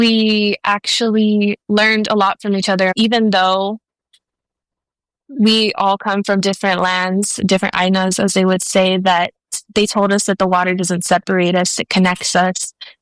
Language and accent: English; Tucson, Arizona, United States; I come from the Pascua Yaqui tribe, barrio libre and new pascua communities in Tucson, Arizona.